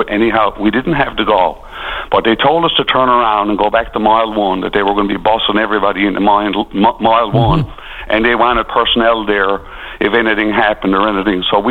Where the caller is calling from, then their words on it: Newfoundland and Labrador, Canada; as a Newfoundlander